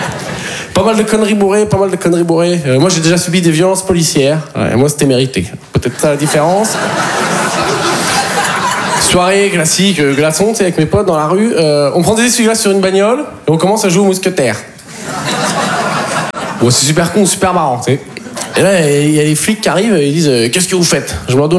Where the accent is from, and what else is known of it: Poitiers, Nouvelle-Aquitaine, France